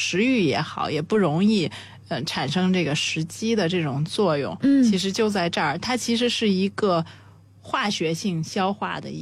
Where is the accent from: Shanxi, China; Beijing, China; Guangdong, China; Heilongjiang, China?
Beijing, China